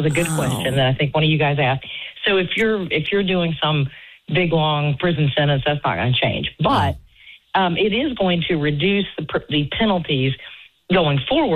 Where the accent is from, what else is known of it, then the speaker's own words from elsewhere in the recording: North Carolina, United States; I'm from North Carolina. I'm like, you know, country all the way or whatever.